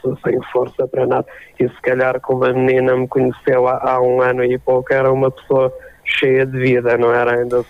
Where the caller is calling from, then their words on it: Portugal; Sou português